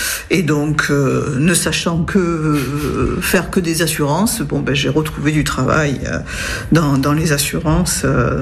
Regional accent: Marseille, Provence-Alpes-Côte d'Azur, France; moved away as an adult; also born or lived in London; now in Marseille, France; Alors, je suis rentré à Marseille parce que mes parents étaient donc toujours sur Marseille

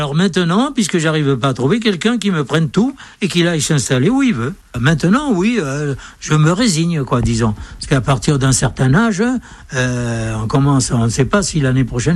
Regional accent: Tunis, Tunis Governorate, Tunisia; born there; Je suis né en Afrique, à Tunis, à cause de la guerre. Sinon, l'origine de la famille, c'est le Béarn. Je suis originaire du Béarn, toute la famille.

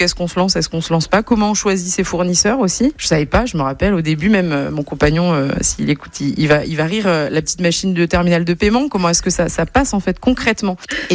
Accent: Anglet, Nouvelle-Aquitaine, France; j'ai 38 ans et je suis d'Anglette.

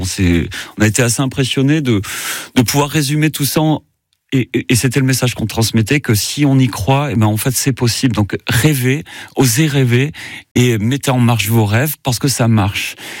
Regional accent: Auvergne-Rhône-Alpes, France; moved away as an adult; also born or lived in Clermont-Ferrand / Tourcoing; Je suis né dans le Cantal. En Auvergne, donc la campagne, bien la campagne.

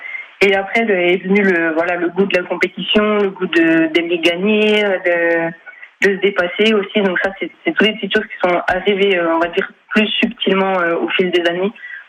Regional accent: Morteau, Bourgogne-Franche-Comté, France; born or raised there

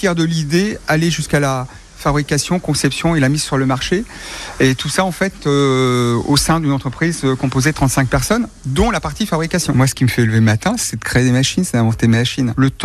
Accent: Centre-Val de Loire, France; je suis originaire du Loir-et-Cher.

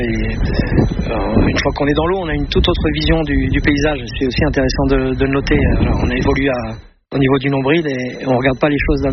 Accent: Dunkirk, Hauts-de-France, France; Voilà, je suis natif de Dunkerque et je vais vous parler un petit peu de cette aventure Longe-Côte.

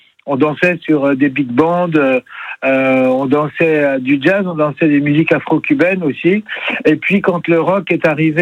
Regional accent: Lyon, Auvergne-Rhône-Alpes, France; Moi, je suis lyonnais.

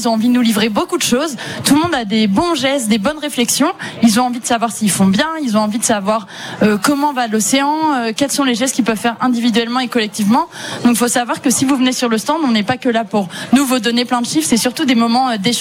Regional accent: Tours, Centre-Val de Loire, France; now in La Rochelle, France; moi, je viens pas du tout d'un territoire proche de l'océan, je viens de Tours

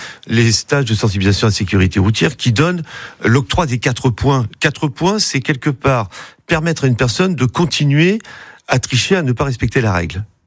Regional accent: Châtellerault, Nouvelle-Aquitaine, France; je suis de Châtellerault, je pars à 8h pour être ici, effectivement, à 9h.

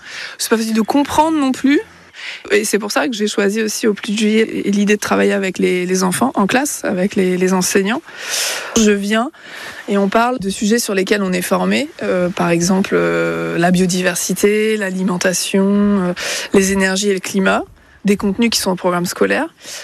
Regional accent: Normandy, France; moved away as an adult; also born or lived in Lille / Paris; Alors moi je suis originaire de l'Orne. J'ai grandi en Normandie et puis je suis partie pour mes études à Lille. Et puis après, j'ai bossé en région parisienne

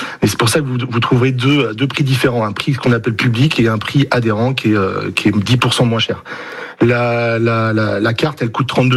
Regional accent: Nantes, Pays de la Loire, France; En même temps on est nantais, on a envie de rester nantais.

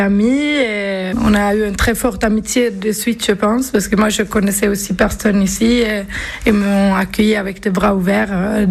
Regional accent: Sweden; moved away as an adult; now in Avize, France; Je viens de Suède, donc j'ai commencé mes études là-bas.

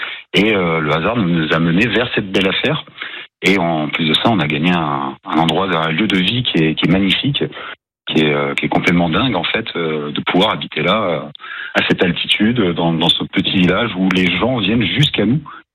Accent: Brittany, France; now in Nice, France; je ne suis pas natif du comté de Nice, quoi, même de la région, moi de base je suis breton

